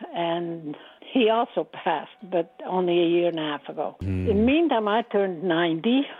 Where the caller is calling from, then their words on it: Burlington, Ontario, Canada; From Burlington.